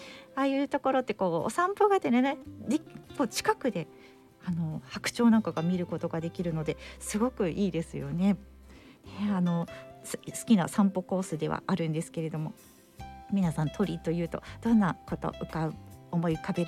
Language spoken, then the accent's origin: Japanese; Nagasaki, Japan; まあ、私は出身が長崎なのでね